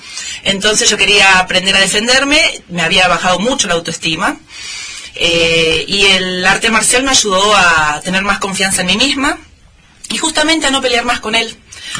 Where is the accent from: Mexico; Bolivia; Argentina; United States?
Argentina; Buenos Aires; moved away as an adult; now in San Rafael, Argentina; Soy de Buenos Aires, entrené toda mi vida en Capital Federal.